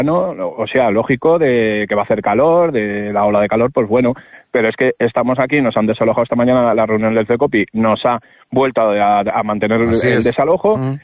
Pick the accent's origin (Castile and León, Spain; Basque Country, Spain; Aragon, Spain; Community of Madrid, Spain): Castile and León, Spain; Laina; el mayor está en mi pueblo, en Laina, sí, que yo también soy de Laina.